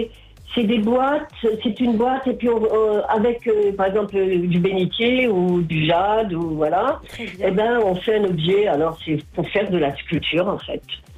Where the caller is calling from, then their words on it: Nouméa, South Province, New Caledonia; je suis sur Nouméa.